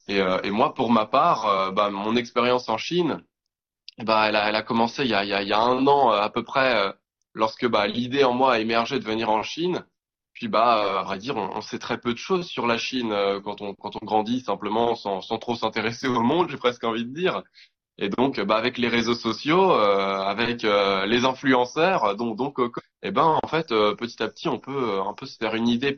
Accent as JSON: {"language": "French", "country": "France", "moved": "as an adult", "lives_now": "China", "said": "quand on vient de France"}